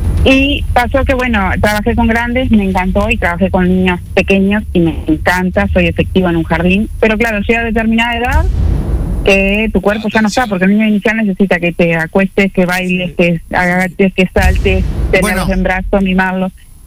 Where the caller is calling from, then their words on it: Guichón, Paysandú, Uruguay; Mira, yo soy del departamento de Paysandú.